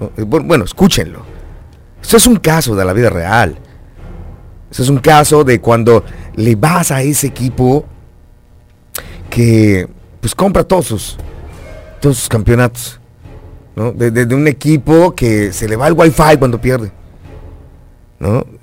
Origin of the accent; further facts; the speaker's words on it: Veracruz, Mexico; Me hiciste trasladarme hasta mi tierra querida llamada de mi bello Veracruz.